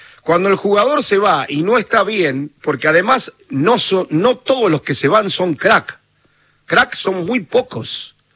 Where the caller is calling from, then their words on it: Paraná, Entre Ríos, Argentina; Buenas tardes … de Paraná.